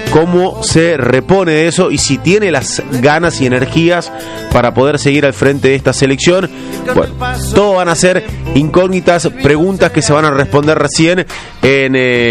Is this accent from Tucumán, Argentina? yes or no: yes; Tafí Viejo, Tucumán, Argentina; Somos de Tafibiejo, hacemos claro. fila.